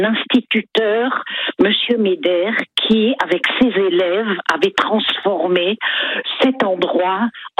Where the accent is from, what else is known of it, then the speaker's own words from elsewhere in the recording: Hégenheim, Grand Est, France; Je ne viens pas de Mulhouse, je viens d'Eggenheim.